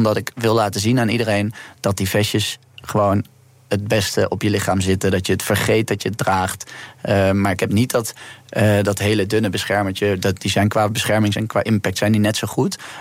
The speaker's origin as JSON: {"language": "Dutch", "country": "Netherlands"}